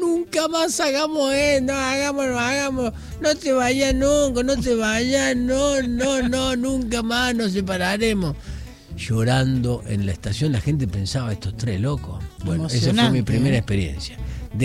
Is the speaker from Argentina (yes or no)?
yes; Buenos Aires, Argentina; born there; also born or lived in Córdoba, Argentina; Y ahí transcurrí mi vida cordobesa hasta los 7 años que me traen aquí a Buenos Aires, ya a vivir en un amague que primero vino mi padre, después ya las 15 días ya estábamos viviendo acá en Buenos Aires